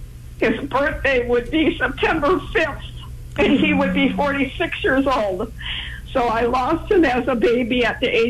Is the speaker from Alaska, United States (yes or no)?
yes; Alaska, United States; now in California, United States; I came from Alaska. Yeah. Well, I've been here. I've been in California 9 years, but I came from Alaska.